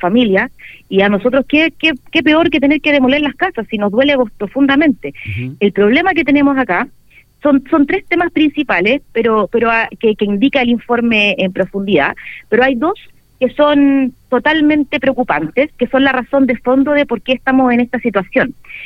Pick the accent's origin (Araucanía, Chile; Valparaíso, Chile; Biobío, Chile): Valparaíso, Chile; Yo soy porteña, así que de Chile escucho la Carnaval.